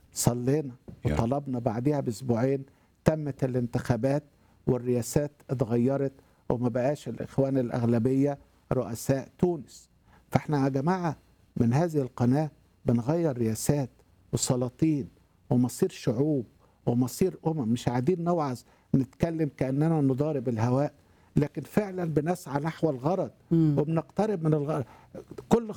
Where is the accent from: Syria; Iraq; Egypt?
Iraq; now in Australia; من العراق وعاوز اخدم يعني الشعب العراقي المهجر